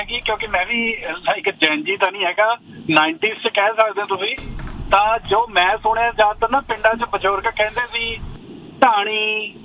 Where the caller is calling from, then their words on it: Ludhiana, Punjab, India; ਮੈਂ ਸ਼ਹਿਰ ਚ ਹੀ ਆ, ਮੈਂ ਲੁਧਿਆਣਾ ਸਾਹਮਣੇ ਤੋਂ ਆ ਮੈਂ।